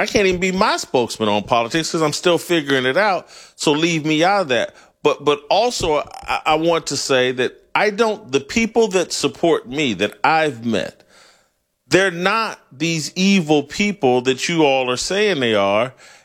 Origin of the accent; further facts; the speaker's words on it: Indianapolis, Indiana, United States; maybe it's because I'm from Indianapolis.